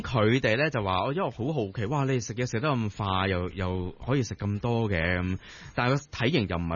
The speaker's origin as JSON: {"language": "Cantonese", "country": "China", "said": "我們就是中國人嘛"}